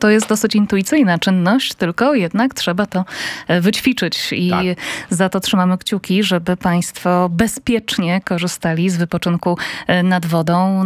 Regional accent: Olsztyn, Warmian-Masurian Voivodeship, Poland; Ja pochodzę z Olsztyna, więc Warmia, 11 jezior w samym mieście.

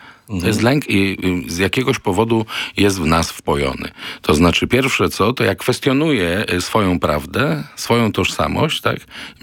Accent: Silesian Voivodeship, Poland; jestem synek z PGR-u. Jestem prześny, śląski i zwyczajny.

